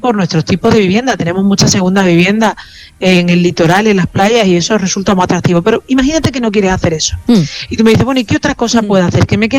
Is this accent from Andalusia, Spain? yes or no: yes; Andalusia, Spain; accent: Andalusian